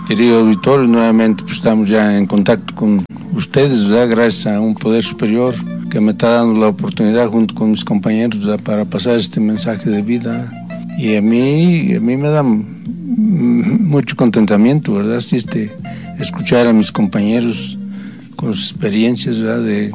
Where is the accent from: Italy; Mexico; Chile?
Mexico; Zacualpan, State of Mexico; moved away; Yo soy del municipio de Zacualpa, Estado de México, de un pueblo que se llama Bergama de la Paz, ¿verdad? Y pues ahí a mi pueblo le dicen el pueblo de los profesores, porque hay mucho profesor. Bueno, había, ¿verdad? En ese entonces, sí, porque es un pueblo minero